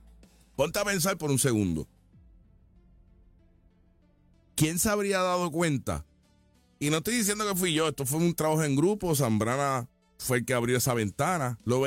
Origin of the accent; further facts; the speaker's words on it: Puerto Rico; Somos boricuas, no molinas.